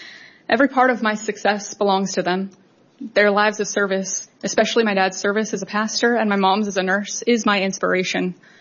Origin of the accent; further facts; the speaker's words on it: Gallup, New Mexico, United States; the tribal communities surrounding my hometown of Gallup, New Mexico